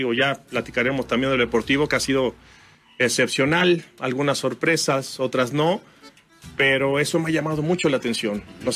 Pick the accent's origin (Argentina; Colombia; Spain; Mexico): Mexico; Como mexicano y como gente de fútbol, me queda la sensación de que se le pudo haber ganado a Inglaterra